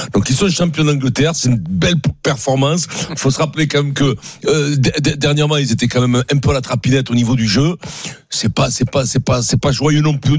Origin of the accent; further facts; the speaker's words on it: Paris, Île-de-France, France; pas parce que je suis français, pas parce que je suis parisien